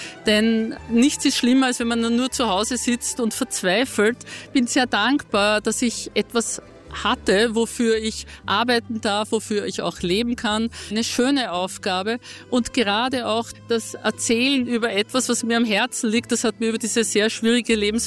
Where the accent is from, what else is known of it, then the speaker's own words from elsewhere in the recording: Vienna, Austria; moved away; Ich bin ein Wiener Stadtkind.